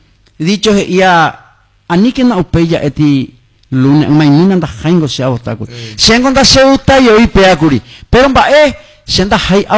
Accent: Paraguay; nosotros somos ciudadanos paraguayos

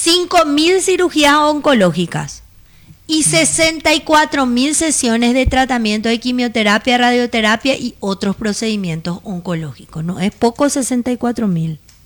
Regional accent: Paraguay; pero somos paraguayos.

